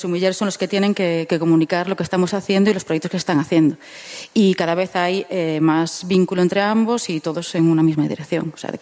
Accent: Vilagarcía de Arousa, Galicia, Spain; Tenemos el referente de donde yo soy, de Vila García de Arousa

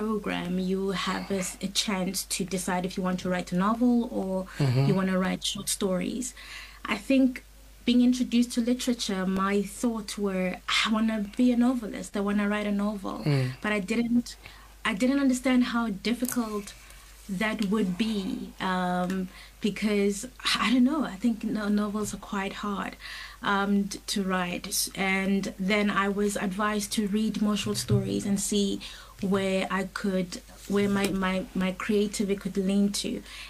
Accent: Tembisa, Gauteng, South Africa; I grew up in Tembisa, Johannesburg

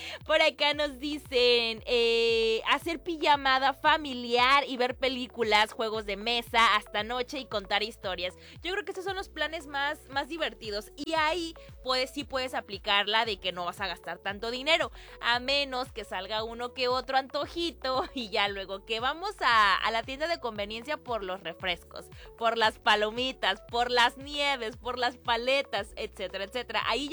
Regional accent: Mexico

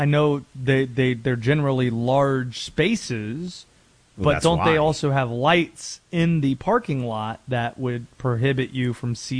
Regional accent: North Carolina, United States; if I'm from North Carolina and I spent my summer nights with my friends going to Sheetz and just hanging out outside of Sheetz

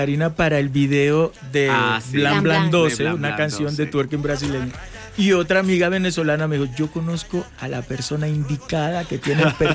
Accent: Tumaco, Nariño, Colombia; yo soy de acá, yo soy colombiano, soy de Tumaco, Nariño.

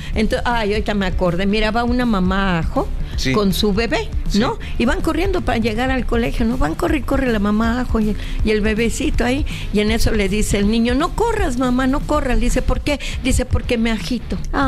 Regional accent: Veracruz, Mexico; Pues somos paisanos de Veracruz.

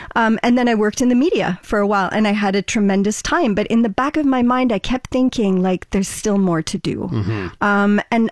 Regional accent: Ontario, Canada; born there; moved away as an adult; now in Quebec, Canada; as an English speaker, as somebody who's born in Ontario mm-hmm. And moved to Quebec as a young adult, it's really important that we have that connection with Canada.

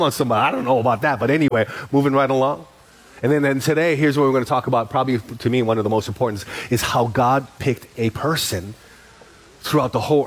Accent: Honokaa, Hawaii, United States; We grew up on Honokaa on the Big Island

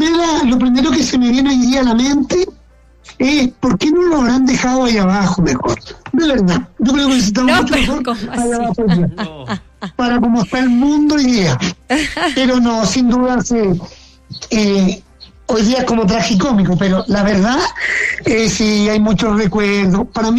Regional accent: Chile; pasaban muchas cosas por la cabeza de nosotros como mineros chilenos

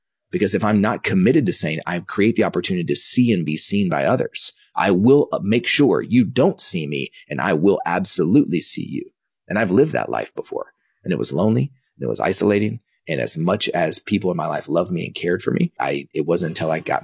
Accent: Dallas, Texas, United States; also born or lived in Kansas; So I was born in 1983. I was born in Kansas. I only lived there for about a week. Came back to Dallas night

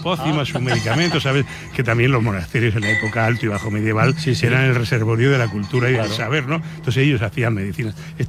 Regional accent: Murcia, Region of Murcia, Spain

